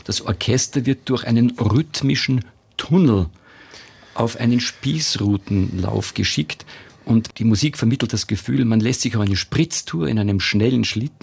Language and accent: German; Austria; Das kann man mitsingen, auch als Österreicher.